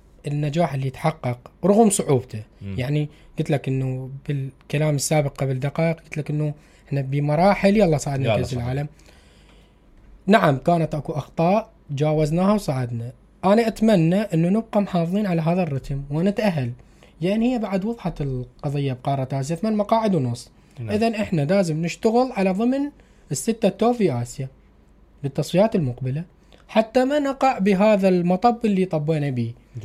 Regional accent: Iraq; طبعا فخر كعراقي انه منتخب بلدي متواجد في هذا المحفل العالمي الكبير.

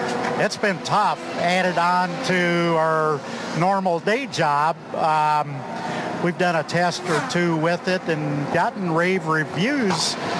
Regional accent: Wisconsin, United States; I'm from Wisconsin. I came here, Milwaukee, as a kid

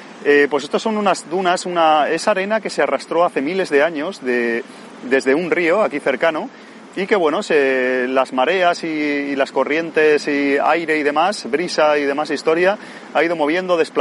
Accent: Barcelona, Catalonia, Spain; de Barcelona, de mi localidad natal y demás. Y estoy en Japón

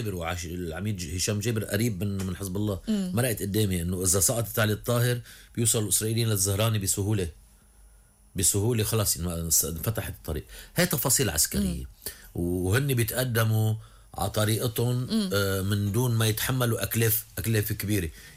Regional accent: Lebanon; حدا منا كلبنانيين؟

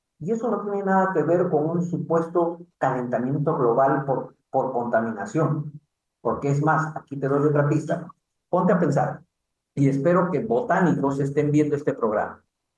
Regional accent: Peru; Otra la tengo aquí en mi país, en el Perú

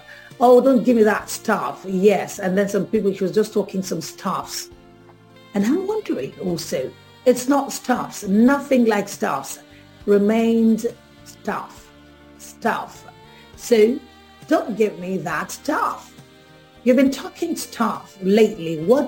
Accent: Nigeria

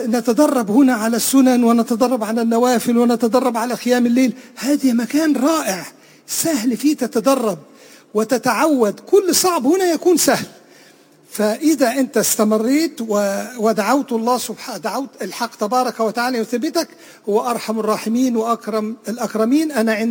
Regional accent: Egypt; أنا من مصر،

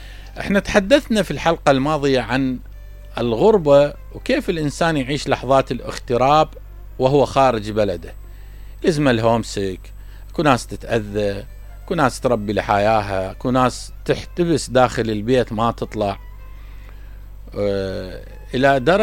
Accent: Basra, Basra Governorate, Iraq; يعني انا اطلع من البصرة ما اقدر اعيش بالديوانية، ما اقدر اعيش ببغداد، ما اقدر اعيش بسليمانية، اقدر؟

